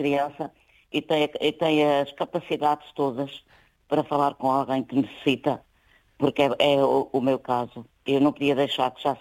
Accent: Peixoso, Castelo Branco, Portugal; also born or lived in Covilhã; Nasci na Covilhã, no hospital da Covilhã. Mas sou daqui de uma vila bem perto, que é o Peixoso.

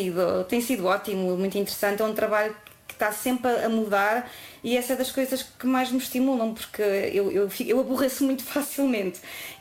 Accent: Portugal; moved away as an adult; also born or lived in Slovenia; E, portanto, eu saí de Portugal quando acabei os meus estudos. Eu fui estudante, não é? Em Portugal. E depois a minha vida adulta, de trabalhadora, etc., foi feita já fora, não é?

